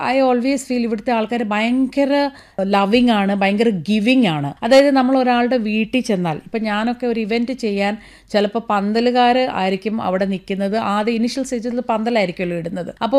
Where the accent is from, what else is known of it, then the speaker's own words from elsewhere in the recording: Kerala, India; Actually മധ്യ തിരുവനന്തപുരത്തു നിന്നാണ് ഞാൻ വരുന്നത്. അപ്പോൾ കോട്ടയത്തെ ആ ഒരു ഭാഷാ രീതിയാണ് ഞാൻ അഡാപ്റ്റ് ചെയ്തത്.